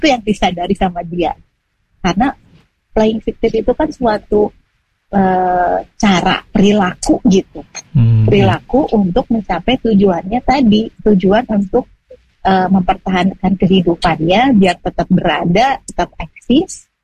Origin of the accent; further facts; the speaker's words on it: West Java, Indonesia; saya orang Sunda nih ya.